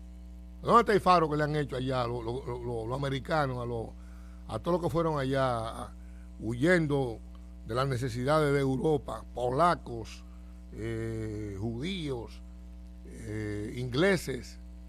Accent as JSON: {"language": "Spanish", "town": "Nagua", "region": "María Trinidad Sánchez", "country": "Dominican Republic", "said": "en el municipio de donde yo soy, de Nagua"}